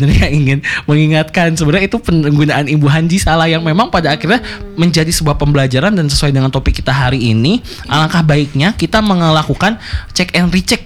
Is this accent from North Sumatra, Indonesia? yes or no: no; West Java, Indonesia; Kita orang Sunda mungkin terkejut karena ketika berbicara bujur itu adalah bagian tubuh yang kurang pantas disebut di hadapan umum.